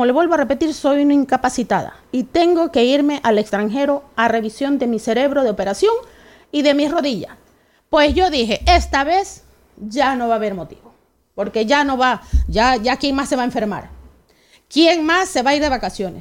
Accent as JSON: {"language": "Spanish", "country": "Ecuador", "said": "la serie de horror que estoy viviendo aquí en mi país."}